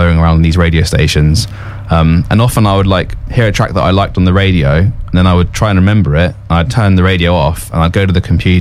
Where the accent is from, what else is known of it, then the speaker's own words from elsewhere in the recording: London, United Kingdom; I used to listen to loads of pirate radio stations growing up in London